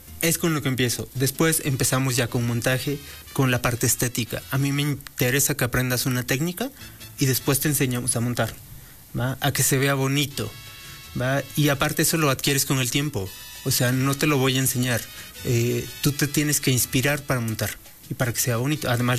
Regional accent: Puebla, Mexico; Yo vengo de la Sierra Poblana Mixteca, okay, o sea, muy cerca de Oaxaca.

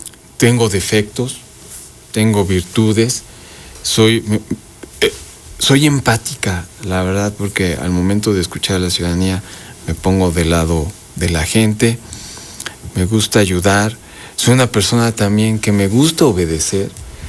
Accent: Puebla, Mexico; Soy orgullosamente poblano.

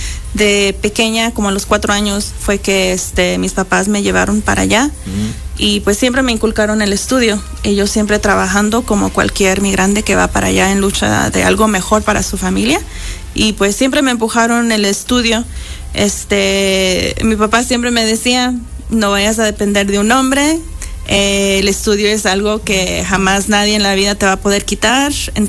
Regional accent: Mexico; now in New Jersey, United States; en el estado de Nueva Jersey, de hecho soy la única mexicana con la licencia para ejercer eso. Entonces, pues, orgullosamente tengo que representar a mi país

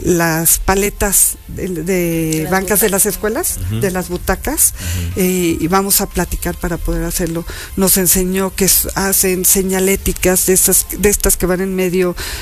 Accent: Puebla, Mexico; Entonces, si nosotros como poblanos pues caemos en la cuenta de la importancia de separar

